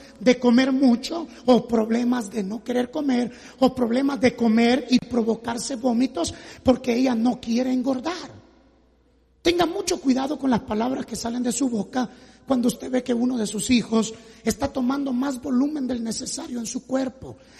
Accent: Guatemala; para nosotros como latinos, como guatemaltecos

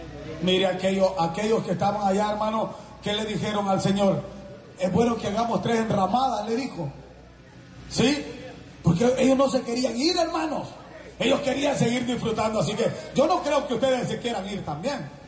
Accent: Yoloaiquín, Morazán, El Salvador; moved away; de donde yo soy, del pueblo de Yoloaiquín

